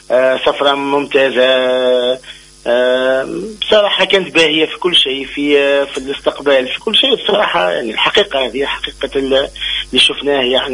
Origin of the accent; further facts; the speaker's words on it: southern Tunisia, Tunisia; moved away; ومرحبا بأهلي في الجنوب التونسي.